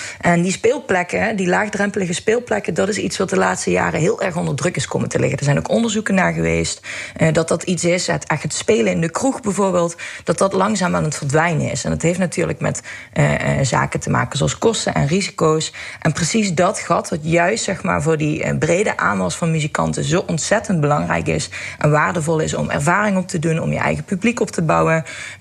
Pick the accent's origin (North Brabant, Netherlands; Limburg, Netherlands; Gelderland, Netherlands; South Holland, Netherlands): Limburg, Netherlands; we trots zijn dat we uit Limburg komen.